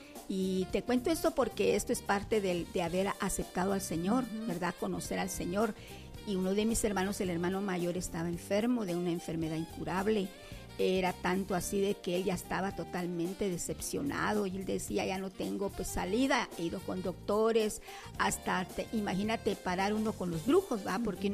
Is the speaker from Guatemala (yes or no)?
yes; Guatemala City, Guatemala Department, Guatemala; born there; also born or lived in Quetzaltenango, Guatemala; de ahí decidimos pues la familia venirnos para acá, para la capital. Uh-huh. Yo vine muy, muy niña, ya casi como de 6, 7 años, o sea, mi mayoría de vida pues la he tenido aquí en la capital